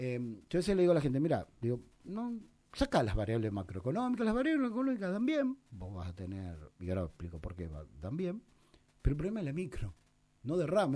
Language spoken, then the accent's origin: Spanish; Argentina; hasta yo siendo argentino